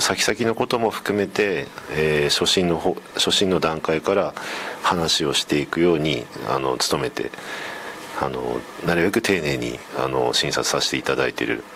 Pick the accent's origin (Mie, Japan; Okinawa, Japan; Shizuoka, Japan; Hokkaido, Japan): Hokkaido, Japan; Nayoro; moved away as an adult; also born or lived in Asahikawa / Kushiro / Obihiro / Furano; now in Wakkanai, Japan; 出身は名寄なんですけども、大学は旭川で、それから、地方を転々として釧路、帯広、富良野、旭川などなどを経て、2008年からここにずっといるという感じですね。